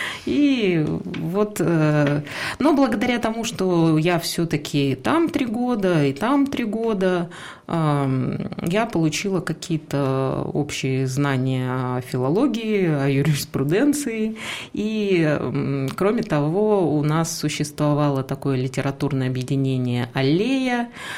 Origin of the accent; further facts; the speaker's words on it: Abakan, Khakassia, Russia; also born or lived in Norilsk / Krasnoyarsk / Saint Petersburg; now in Moscow, Russia; Родилась я в Норильске, школу оканчивала в Абакане, потом долго жила в Красноярске, из Красноярска поехала в Санкт-Петербург, там прожила недолго, но очень плодотворно.